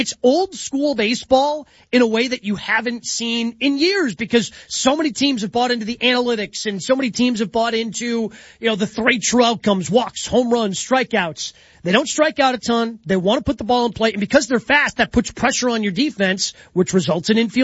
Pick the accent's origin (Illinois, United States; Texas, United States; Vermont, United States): Illinois, United States; Chicago; Chicago, my hometown.